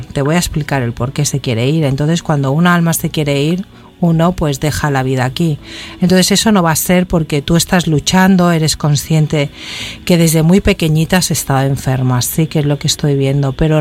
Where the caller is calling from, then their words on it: Mexico City, Mexico